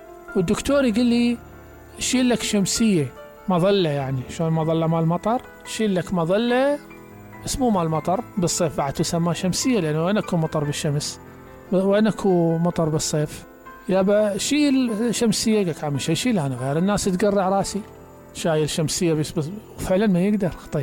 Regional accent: Basra, Basra Governorate, Iraq; بس إحنا عندنا بالبصرة ما عندنا ثقافة نظارات الإندور

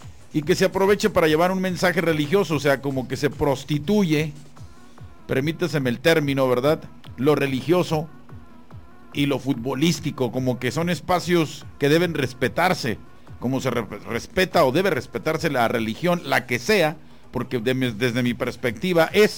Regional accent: Guadalajara, Jalisco, Mexico; ¿Que por qué no le voy a las Chivas si soy de Guadalajara? Ya les dije que yo le voy a todos menos a las Chivas.

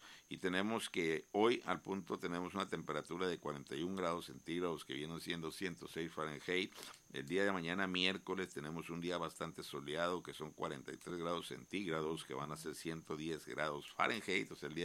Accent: Mexico; así somos los mexicanos

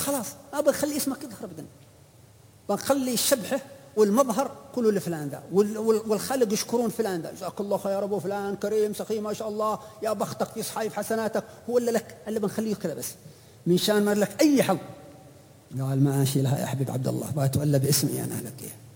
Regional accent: Hadhramaut, Yemen

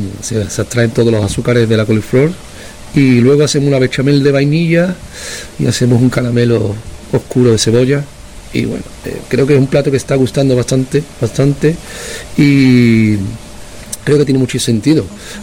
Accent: Cádiz, Andalusia, Spain; born there; moved away as an adult; also born or lived in Seville / San Sebastián / Germany / Paris; now in Vitoria-Gasteiz, Spain; yo nací en Cádiz, luego estudié en Sevilla, estuve un tiempo aquí en el norte, en San Sebastián, y luego está estudiando también el Basque Culinary Center, pero bueno, mis últimos años he estado siempre en Europa trabajando desde Alemania, París

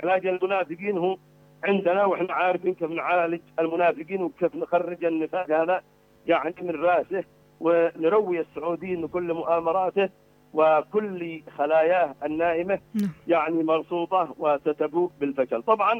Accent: Sanaa, Amanat Al Asimah, Yemen; عندنا في صنعاء

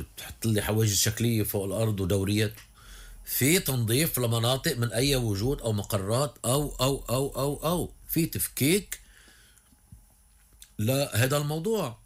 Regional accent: Lebanon; حدا منا كلبنانيين؟

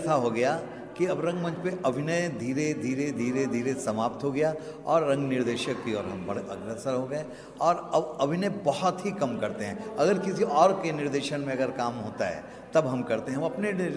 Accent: Patna, Bihar, India; और मैं पटना से आया हूँ।

